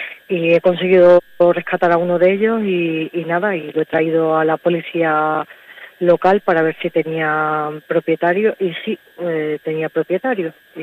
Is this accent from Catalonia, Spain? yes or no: no; Brozas, Extremadura, Spain; yo soy natural de allí, yo nací en Brozas